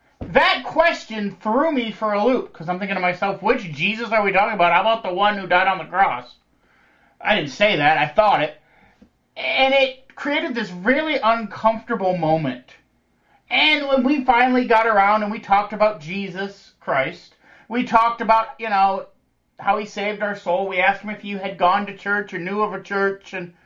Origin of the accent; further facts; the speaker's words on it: Ohio, United States; we're from just outside of Cleveland.